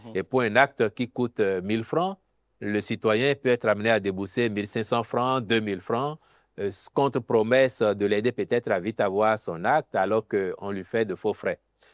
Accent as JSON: {"language": "French", "country": "Benin"}